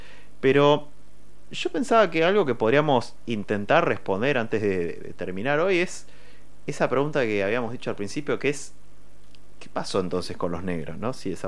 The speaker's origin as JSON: {"language": "Spanish", "country": "Argentina", "said": "nuestra mirada como argentinos"}